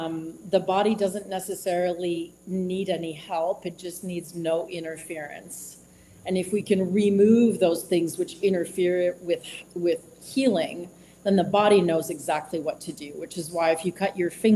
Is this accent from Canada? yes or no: yes; Canada; And I grew up in Canada and did my undergraduate studies in Ottawa, Ontario.